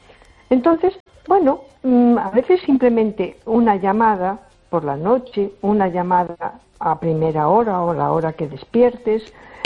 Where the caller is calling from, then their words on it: A Coruña, Galicia, Spain; de Coruña.